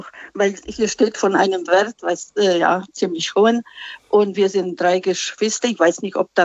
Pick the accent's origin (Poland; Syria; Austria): Poland; Upper Silesia; German is a second language; now in Germany; Sie hören meinen Akzent, wir kommen von Oberschlesien